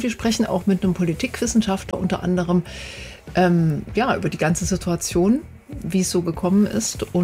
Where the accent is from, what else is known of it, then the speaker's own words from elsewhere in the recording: Thuringia, Germany; ganz schön traurig für uns als Thüringer